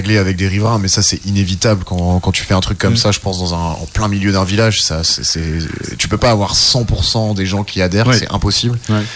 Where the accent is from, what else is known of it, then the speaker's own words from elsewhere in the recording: Bourlon, Hauts-de-France, France; moved away; moi je suis de Bourlon, donc j'ai encore toute la famille là-bas et tout, j'y vais souvent